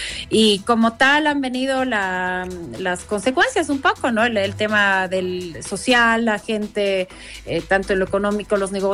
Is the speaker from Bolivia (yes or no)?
yes; Bolivia; El tema crítico un poquito en mi país es que la parte política, ¿no?